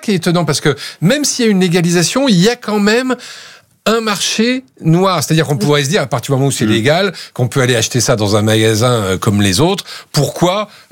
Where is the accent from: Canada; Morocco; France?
France; Est-ce qu'il y a ce sentiment, en tout cas, qui existe chez nous en France?